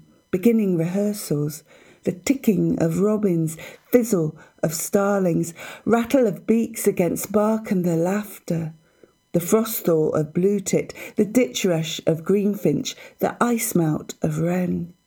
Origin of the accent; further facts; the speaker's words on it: Bristol, South West England, United Kingdom; I'm from Bristol, which is where I live.